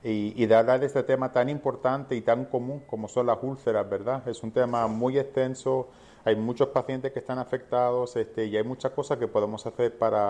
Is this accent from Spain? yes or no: yes; Spain; moved away as an adult; also born or lived in Zaragoza; now in Puerto Rico; Yo soy español, estudié en la Universidad de Zaragoza. Una vez que terminé, vine a Puerto Rico y aquí sí que hice la residencia en el hospital universitario.